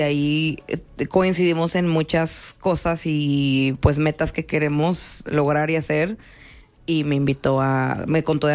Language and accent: Spanish; Torreón, Coahuila, Mexico; moved away as an adult; also born or lived in Los Angeles / Mexico City; Yo soy de aquí de Torreón. Uh-huh. Viví muchos años en Los Ángeles y luego en Ciudad de México y regresé a Torreón.